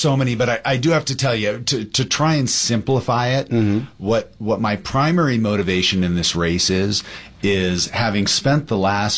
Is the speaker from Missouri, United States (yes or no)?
no; Diamond Bar, California, United States; now in Venice Beach, United States; I grew up in the San Gabriel Valley in Walnut Diamond Bar. Wow, okay. I'm Diamond Bar class of 92.